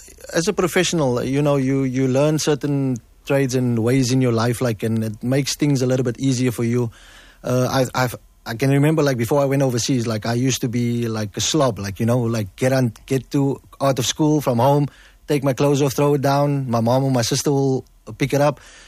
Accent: Mitchell's Plain, Western Cape, South Africa; also born or lived in Manenberg; Yeah, so basically I am from Mitchell's Plain. I was born in Manenberg, actually. We moved to Mitchell's Plain when I was about 1 year old.

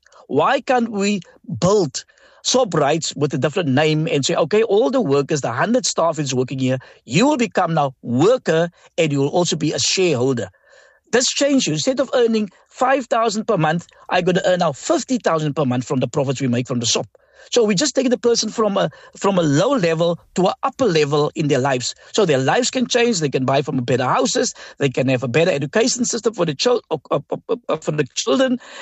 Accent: South Africa; We believe that we are South African citizens and we should benefit equally.

